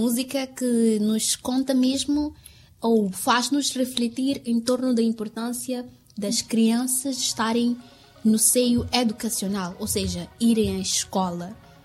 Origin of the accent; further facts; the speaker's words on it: Mozambique; nós somos moçambicanos, somos pessoas muito amáveis, muito calorosas, principalmente aqui na zona norte, né?